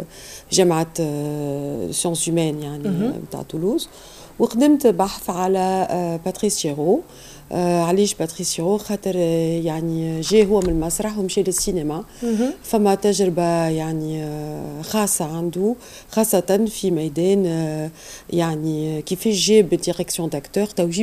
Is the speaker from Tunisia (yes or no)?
yes; Tunisia; moved away as an adult; also born or lived in France; دونك وليت جيت ال 2001 رجعت لتونس باش دخلت يعني ندرس في الجامعة.